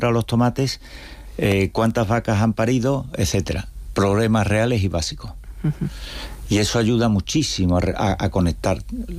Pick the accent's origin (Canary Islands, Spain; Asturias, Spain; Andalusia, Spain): Andalusia, Spain; Seville; moved away as an adult; now in Cantabria, Spain; yo, mi acento me denuncia y soy y he vivido toda mi vida en Sevilla, pero nací en Cantabria, y porque he veraneado siempre en Cantabria